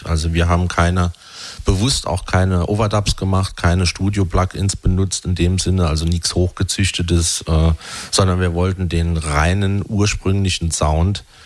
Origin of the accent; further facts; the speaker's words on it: Ottweiler, Saarland, Germany; Ich selbst komme aus Ottweiler und die Band setzt sich zusammen aus dem Kreis Neunkirchen und Kirkel. Das ist halt alles auch Saarland, ne?